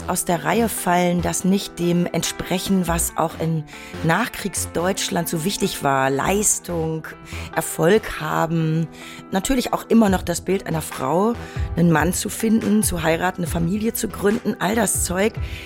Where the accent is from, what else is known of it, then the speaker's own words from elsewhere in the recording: North Rhine-Westphalia, Germany; Denke ich an Deutschland, dann denke ich an die vielen ländlichen Regionen von Ostwestfalen, da wo ich herkomme